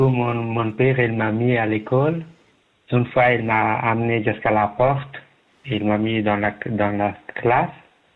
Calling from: Morges, Vaud, Switzerland; Non, vers Morges. J'habite à Morges.

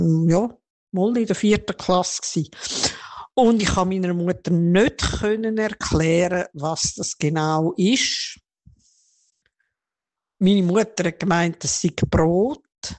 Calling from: St. Gallen, Switzerland; von St. Gallen.

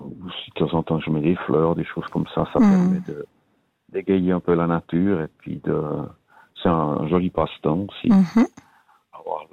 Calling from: Estavayer, Fribourg, Switzerland; là, j'habite sur la... Estavayer, le lac

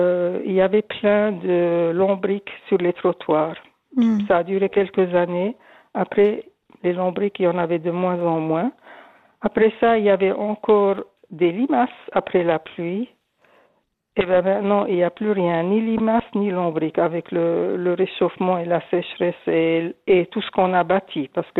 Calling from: Switzerland; du côté du lac de Neuchâtel.

